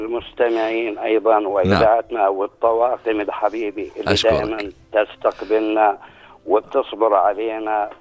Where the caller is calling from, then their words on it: Jordan; يبقى حنيننا إلى الأوطان زي ما تفضل الأستاذ معتصم وقال، يعني الوطن الكبير الأردن